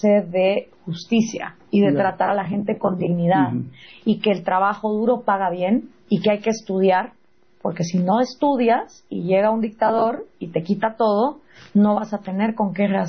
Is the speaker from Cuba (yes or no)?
no; Guatemala; yo crecí en Guatemala, en un país profundamente racista